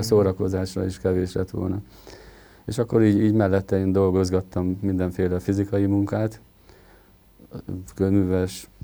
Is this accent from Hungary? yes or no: yes; Fedémes, Heves, Hungary; also born or lived in Eger; Tehát kezdem ott, hogy Egerben születtem, de ott volt kórház, egy mátrai kisfaluból származom, Fedémes a neve.